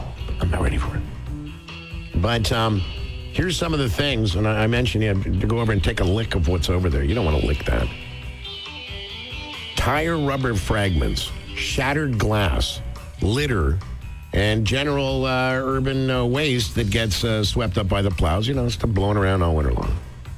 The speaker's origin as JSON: {"language": "English", "town": "Montreal", "region": "Quebec", "country": "Canada", "tie": "born or raised there", "said": "of living in the city and growing up in Montreal, I always had that question in my head."}